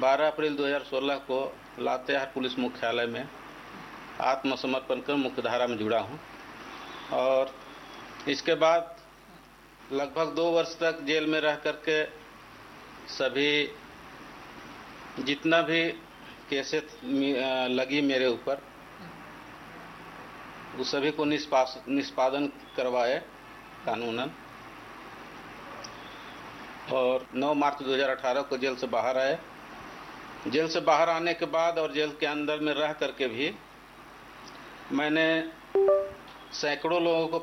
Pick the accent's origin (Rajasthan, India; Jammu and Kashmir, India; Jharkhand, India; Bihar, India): Jharkhand, India; Palamu district; ग्राम हितडीहा थाना मनातु पलामू जिला के रहने वाला हूँ